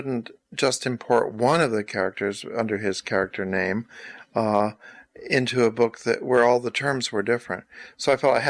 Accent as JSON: {"language": "English", "region": "Texas", "country": "United States", "said": "He's a sort of fallen Virginia aristocrat, whereas I'm white trash from Texas."}